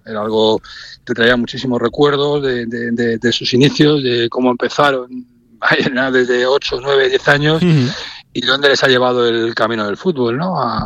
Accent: Spain; Sí, bueno, primero como español, pues la ilusión de poder ganar un segundo campeonato del mundo

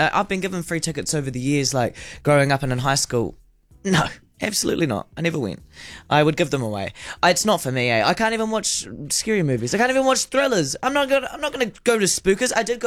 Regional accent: Pukekohe, Auckland, New Zealand; I'm from Pukekohe. We're a bit bogan out those ways

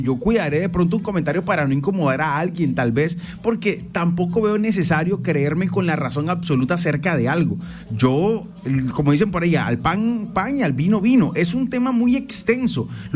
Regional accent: Colombia; Somos colombianos, todos.

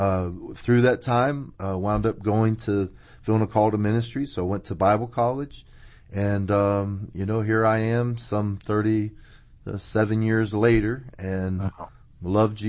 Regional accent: Tampa, Florida, United States; I was raised in Tampa.

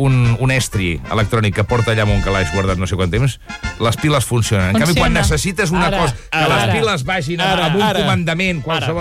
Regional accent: Sant Miquel de Balenyà, Catalonia, Spain; Sant Miquel de Balenyà, que és el meu poble

